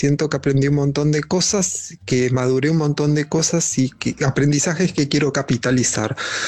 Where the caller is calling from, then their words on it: Acasuso, Buenos Aires Province, Argentina; Hola Luisa, buenas noches … de Acasuso